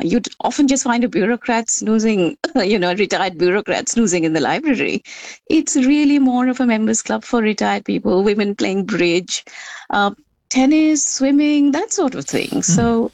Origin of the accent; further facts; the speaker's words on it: Delhi, India; I mean, like you said, I grew up in Delhi.